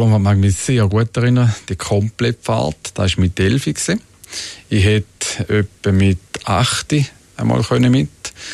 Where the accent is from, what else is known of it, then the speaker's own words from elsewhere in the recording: Thurgau, Switzerland; Ich bin im Thurgau aufgewachsen.